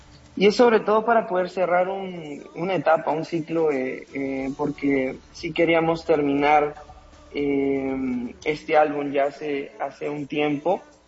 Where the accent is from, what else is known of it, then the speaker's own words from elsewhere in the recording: Peru; moved away as an adult; now in Bogotá, Colombia; Yo soy de Perú, pero vivo en Colombia